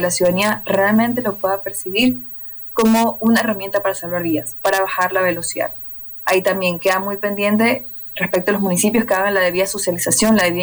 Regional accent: Guayaquil, Guayas, Ecuador; Te hablo de Guayaquil, que es mi ciudad.

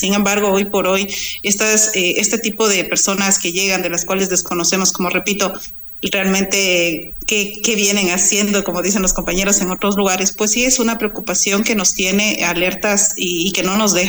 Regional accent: Pichincha, Ecuador; nosotros también somos de MQ, ¿no? Nosotros estamos dentro del Distrito Metropolitano de Quito. O sea, el hecho de que seamos una zona rural, eso no significa que no seamos parte de.

